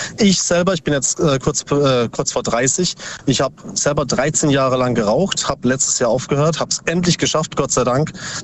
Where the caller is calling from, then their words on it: Ubstadt-Weiher, Baden-Württemberg, Germany; Aus Ubstadt Weiher, nee, Bruchsal.